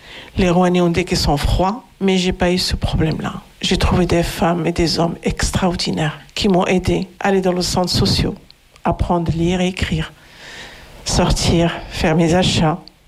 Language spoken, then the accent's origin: French; Morocco; also born or lived in Spain; je suis née au Maroc. Mes origines, je suis marocaine. J'ai grandi une partie de ma vie dans l'Espagne, à peu près l'âge de 10 ans. Après, je suis rentrée au Maroc parce que j'ai perdu ma mère très jeune. J'ai vécu au Maroc 6 ans.